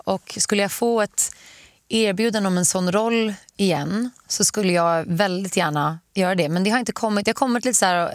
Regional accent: Sweden; now in Los Angeles, United States; Alltså, när jag är i Sverige tycker jag att det är så himla skönt att kunna bara promenera överallt, kollektivtrafik, gott svart kaffe, saltlakris, träffa mina vänner och familj lite mer spontant.

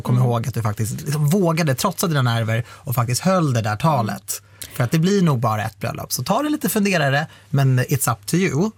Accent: Iran; Ja, vi är ju iranier.

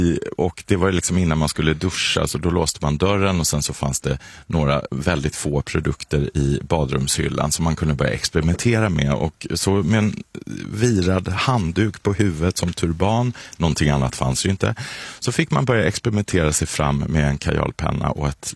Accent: Kalmar, Kalmar County, Sweden; born or raised there

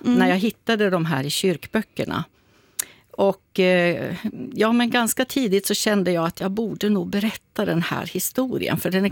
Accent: Umasjö, Västerbotten County, Sweden; För jag kommer ursprungligen ifrån södra Lappland, ifrån en liten by som heter Umasjö, som ligger mellan Tärnaby och norska gränsen, kan man säga. Och där är min mamma uppväxt, och där var mina morföräldrar fjällbönder i början på 1900-talet.

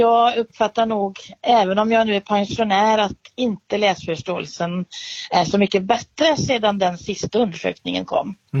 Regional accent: Norway; now in Sweden; I Norge, där jag kommer ifrån ursprungligen

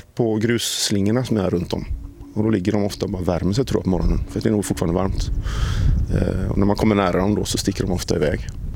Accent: Partille, Västra Götaland County, Sweden; Jag är från Partille. Men nej, jag har svårt att säga sjön. Jag är uppvuxen med insjöar.

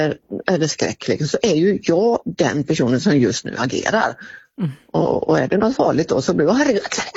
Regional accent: Sweden; Jag är ju svensk

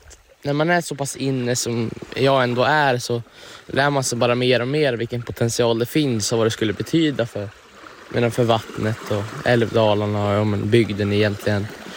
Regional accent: Gävleborg County, Sweden; hemma i Hälsingland

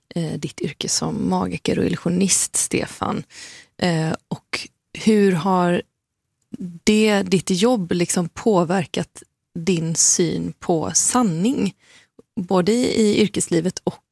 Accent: Hälsö, Västra Götaland County, Sweden; Det är ju där jag är uppvuxen, det är där min pappas släkt kommer ifrån.

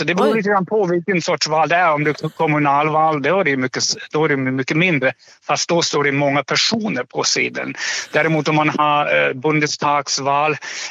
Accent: Germany; Swedish is a second language; now in Sweden; Och jag är ursprungligen från Tyskland och min fru och jag, vi har egentligen alltid varit lite irriterad och funderat över de här små valsedlarna som man använder här i Sverige.

